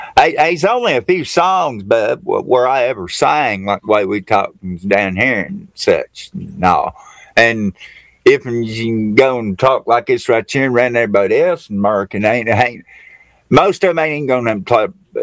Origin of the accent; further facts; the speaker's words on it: Appalachia, United States; I'm growing up in Appalachia, hillbilly country, poorest part of the nation